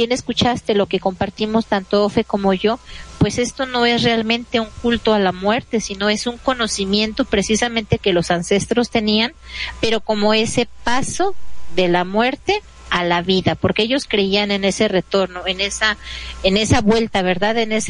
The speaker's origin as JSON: {"language": "Spanish", "country": "Mexico"}